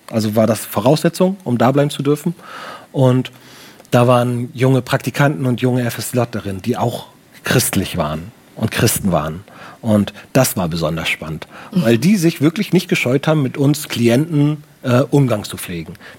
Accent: Baltic coast, Germany; Ich komme aus der Nähe von der Ostsee.

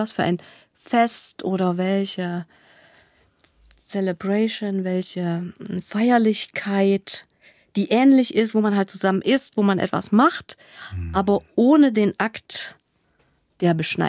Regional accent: East Germany, Germany; Ich komme jetzt aus der DDR

